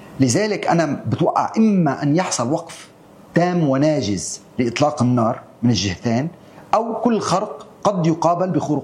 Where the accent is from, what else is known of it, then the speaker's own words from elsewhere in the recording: Lebanon; نحن كلبنانيين